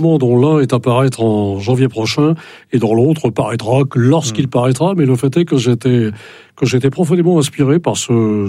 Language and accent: French; Brittany, France; Non, pas du tout, je ne suis pas breton de cœur, je suis breton. Ça fait partie de la migration bretonne que de naître ici et là